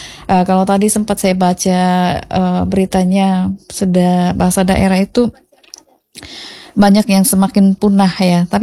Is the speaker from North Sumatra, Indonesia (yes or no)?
yes; Medan, North Sumatra, Indonesia; moved away; saya dari Medan, dari Bataknya aku.